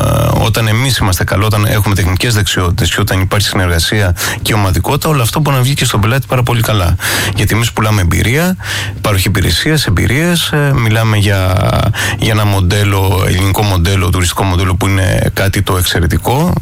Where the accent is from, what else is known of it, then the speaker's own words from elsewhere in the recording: Greece; also born or lived in France; Γεννήθηκα στην Ελλάδα, αλλά πηγαίνω, έρχομαστε πολλά χρόνια στη Γαλλία.